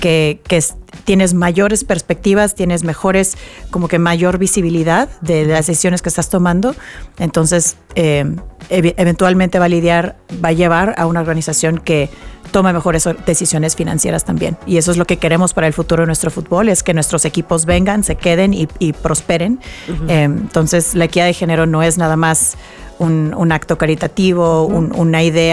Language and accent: Spanish; Mexico; moved away; Como mexicana lo siento, lo veo, lo vivo, lo respiro, a pesar de que ahora vivo fuera del país.